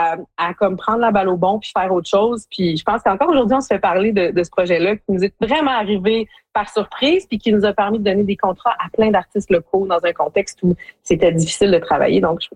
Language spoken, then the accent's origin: French; Hearst, Ontario, Canada; moved away as an adult; j'ai quitté Hearst, mon village à 18 ans, pour aller faire des études que je pensais être en lettres françaises.